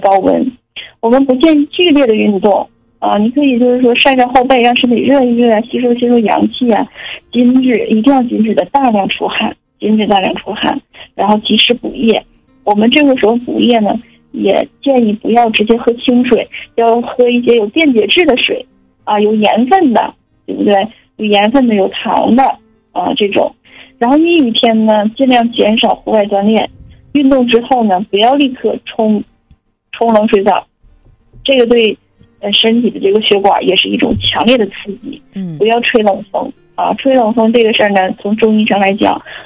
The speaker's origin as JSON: {"language": "Chinese", "region": "Northeast China", "country": "China", "said": "我们东北人呢本身脾胃呢就偏弱"}